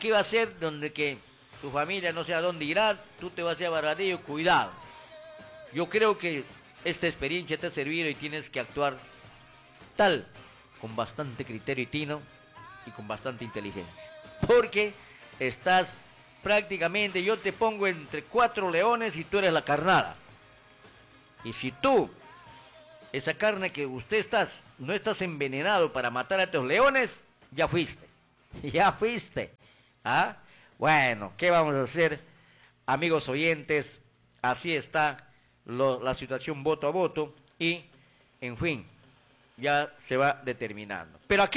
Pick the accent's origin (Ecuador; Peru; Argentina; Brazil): Peru; siempre defiendo a mi pueblo, llamado Perú, y a mi pueblo, y a mi región donde vivo